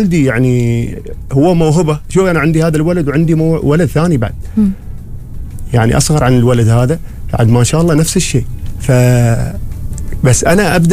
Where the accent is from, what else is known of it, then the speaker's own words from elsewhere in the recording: Oman; عندنا في عمان